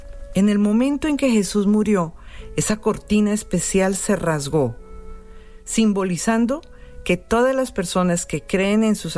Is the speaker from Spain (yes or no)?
no; Bogotá, Bogotá Capital District, Colombia; en mi tierrita, Bogotá, Colombia.